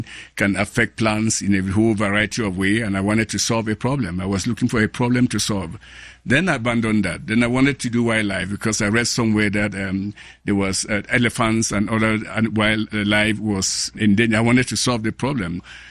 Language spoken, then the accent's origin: English; Cameroon; born there; I was born in Cameroon, and the education system in Cameroon at that time was very forward-leaning.